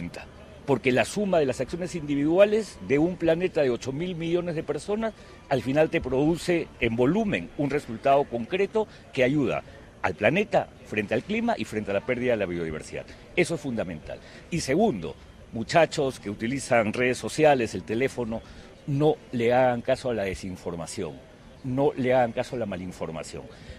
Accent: Colombia; hay una fuerte vinculación con Colombia. Para mí Colombia es mi tierra.

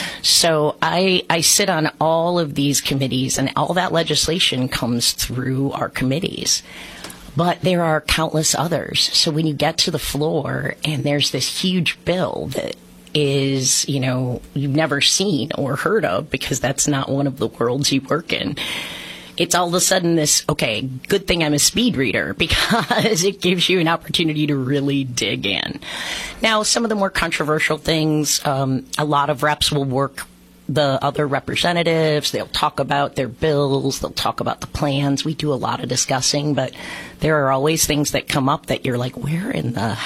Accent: Ottawa, Ontario, Canada; I was born and raised in Ottawa. My mom's family has been farming in the Wallace-Waltham region for over 200 years.

